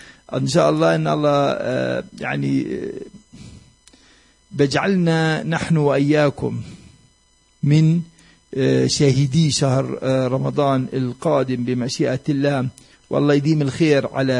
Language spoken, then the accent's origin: Arabic; Palestine; لكن هذا هو واقعنا إحنا كفلسطينيين.